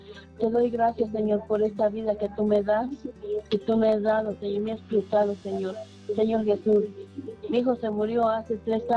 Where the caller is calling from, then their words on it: Valle de Bravo, State of Mexico, Mexico; la llamo de Valle de Bravo.